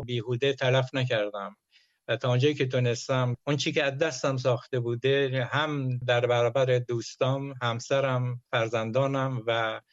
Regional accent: Iran; moved away; قلعه گالپاها در واقع موطن من است، جاییست که به دنیا اومدم. من تو حاشیه کویر به دنیا اومدم و دیمی بزرگ شدم.

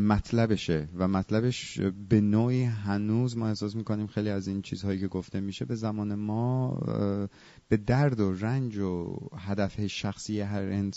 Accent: Iran; moved away; از ایران هستیم

